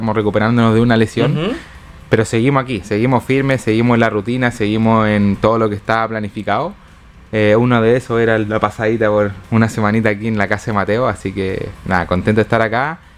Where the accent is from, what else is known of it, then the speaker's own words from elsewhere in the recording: Chile; fuimos el representante de Chile en los Juegos Olímpicos. Soy el primer chileno en clasificar el deporte, el BMX Race, a unos Juegos Olímpicos.